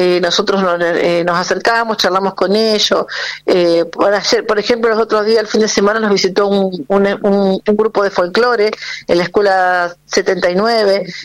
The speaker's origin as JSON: {"language": "Spanish", "town": "Viedma", "region": "Río Negro", "country": "Argentina", "said": "yo particularmente soy somos tres personas que somos de Viedma"}